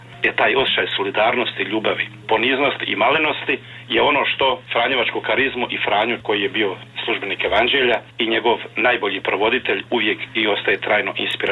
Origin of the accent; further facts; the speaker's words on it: Jajce, Federation of Bosnia and Herzegovina, Bosnia & Herzegovina; Ja sam došao ovdje u moj rodni grad Jajce i bio sam tada četvrta godina studija teološkoga i ovdje sam se nastanio u župi Podmilače